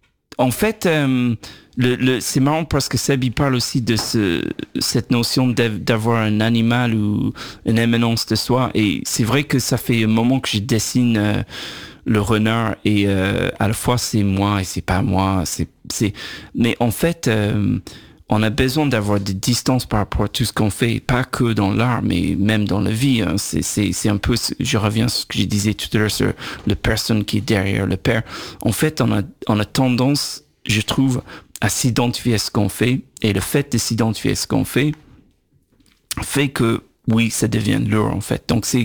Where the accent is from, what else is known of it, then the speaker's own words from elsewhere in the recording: Dublin, Leinster, Ireland; quand j'étais ado à Dublin.